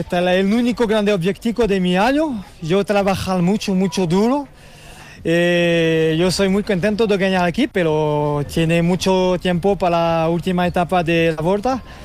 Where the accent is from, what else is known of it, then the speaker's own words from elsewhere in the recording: France; Portuguese is a second language; Sou francês, mas tenho uma mulher portuguesa